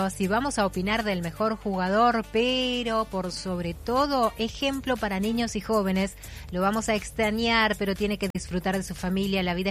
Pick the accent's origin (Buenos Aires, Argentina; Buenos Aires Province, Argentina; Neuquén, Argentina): Neuquén, Argentina; Aluminé; now in Alto Valle, Argentina; Fue la primera ciudad del Alto Valle que me recibió cuando me vine desde Aluminé.